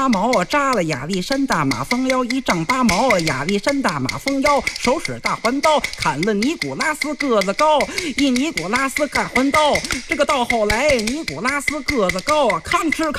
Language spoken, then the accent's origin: Chinese; Tianjin, China; 我们天津人